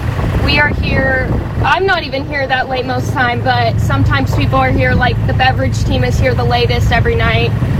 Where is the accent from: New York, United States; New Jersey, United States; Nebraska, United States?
Nebraska, United States; Arapahoe; from Arapahoe, and I am the events and entertainment intern for the State Fair this summer.